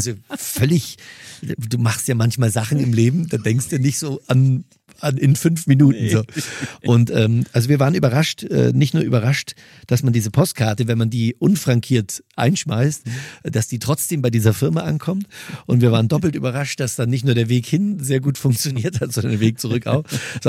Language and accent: German; Mühldorf am Inn, Bavaria, Germany